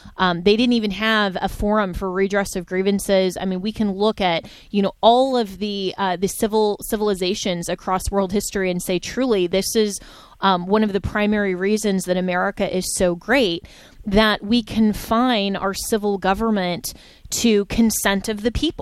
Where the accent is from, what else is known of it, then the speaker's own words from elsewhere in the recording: Florida, United States; You know, here in my home state of Florida